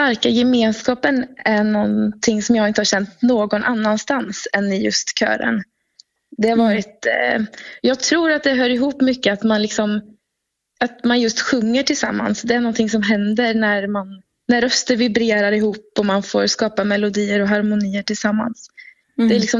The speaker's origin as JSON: {"language": "Swedish", "town": "Tidaholm", "region": "Västra Götaland County", "country": "Sweden", "tie": "born or raised there", "said": "Min mamma har jobbat i Svenska kyrkan i Tidaholm där jag kommer ifrån."}